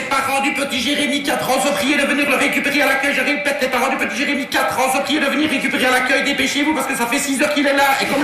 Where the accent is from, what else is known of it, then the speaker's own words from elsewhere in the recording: Belgium; Je suis belge, je suis en crise.